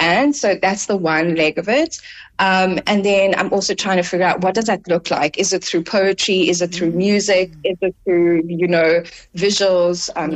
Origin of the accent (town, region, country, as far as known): Delft, Western Cape, South Africa; born or raised there